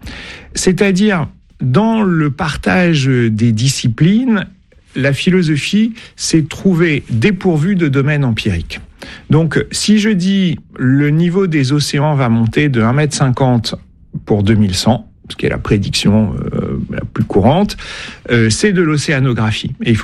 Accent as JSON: {"language": "French", "area": "Landes", "region": "Nouvelle-Aquitaine", "country": "France", "tie": "born or raised there", "said": "j'ai grandi dans les Landes"}